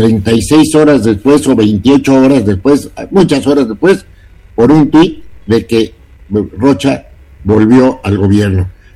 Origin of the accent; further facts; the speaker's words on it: Mexico; a mí me da tristeza como mexicano, porque a mi edad nunca había visto lo que estoy viendo actualmente.